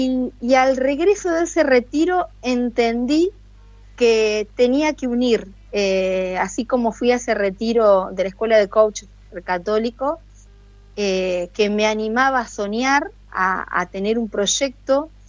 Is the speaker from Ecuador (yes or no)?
no; Santo Tomé, Santa Fe, Argentina; Bueno, soy de Santo Tomé, Santa Fe … mamá de 3 chicos y un nieto